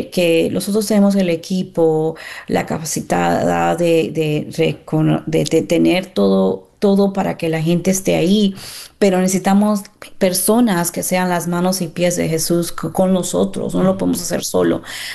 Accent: Miami, Florida, United States; now in San Antonio, United States; Yo soy de Miami, Esto fue en Miami.

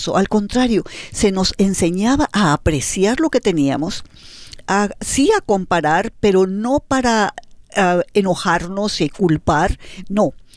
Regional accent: Mexico; born there; en la nación donde yo nací, en México, había sido conquistada por España.

